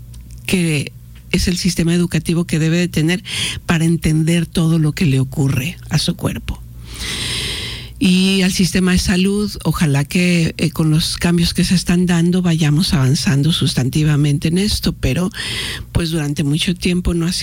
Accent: Mexico; Somos mexicanos

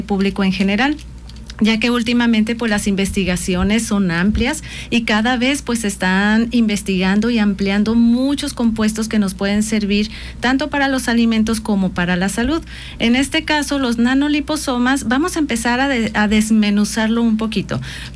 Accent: Jalisco, Mexico; yo soy de Jalisco, entonces lo conocen como jitomate, ¿verdad?

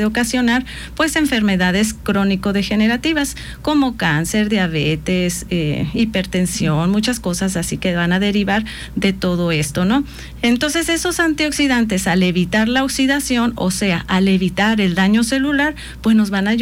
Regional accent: Jalisco, Mexico; en mi tierra le decimos jitomate, ¿no? Entonces, para que conozcan las dos versiones, yo soy de Jalisco, entonces lo conocen como jitomate

